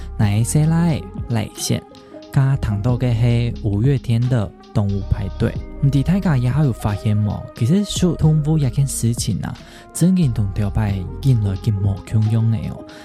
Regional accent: Pingtung County, Taiwan; 因为我老家是在屏东嘛，那我阿公以前在养猪的时候，他还有养了一只鸟

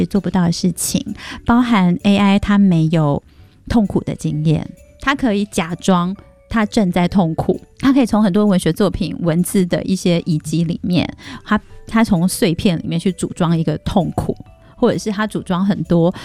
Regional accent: Taiwan; 我们台湾人

